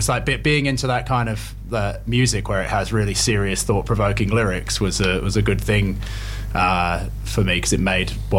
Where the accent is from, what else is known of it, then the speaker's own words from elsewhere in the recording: England, United Kingdom; moved away; also born or lived in New Zealand; I was born in New Zealand, but I grew up in England. And I spent half my life over here